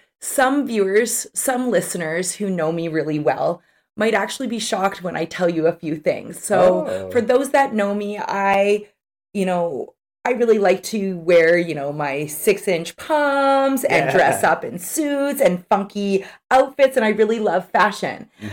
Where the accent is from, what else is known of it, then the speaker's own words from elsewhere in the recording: North Vancouver, British Columbia, Canada; despite growing up in North Vancouver